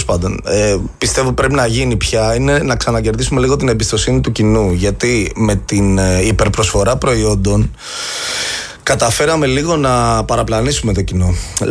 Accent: Chalandri, Attica, Greece; επειδή είμαστε από το Χαλάνδρι, ότι το Χαλάνδρι είναι η κραφτομάνα

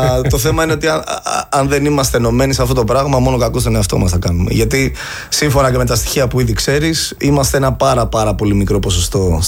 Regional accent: Chalandri, Attica, Greece; επειδή είμαστε από το Χαλάνδρι, ότι το Χαλάνδρι είναι η κραφτομάνα

